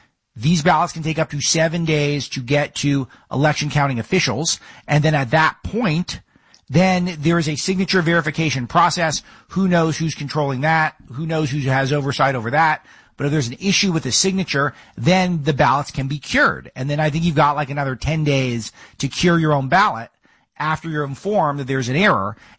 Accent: California, United States; look no further than my home state of California

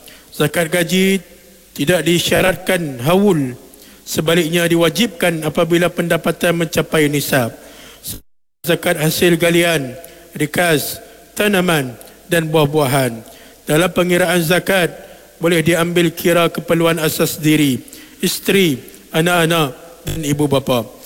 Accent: Malaysia; بلدنا ماليزيا خصوصا ولاية بولو بينانغ

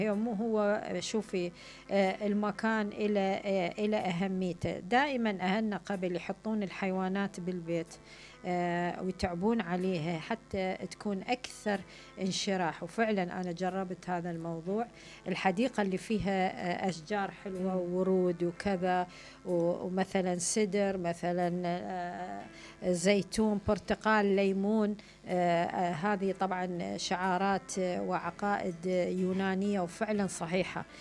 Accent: Iraq; فالبيوت أيضا إحنا عندنا في العراق كنا البيوت فيها أشكال وألوان

